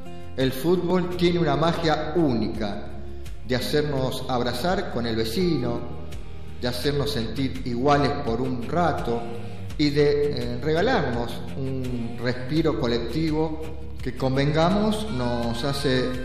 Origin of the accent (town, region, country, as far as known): Argentina